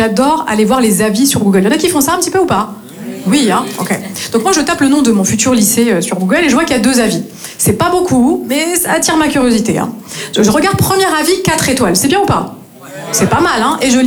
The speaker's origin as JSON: {"language": "French", "region": "Northeast France", "country": "France", "lives_now": "Marseille, France", "said": "je viens du nord-est de la France, et je me suis installée ici à Marseille il y a tout juste 3 ans et demi."}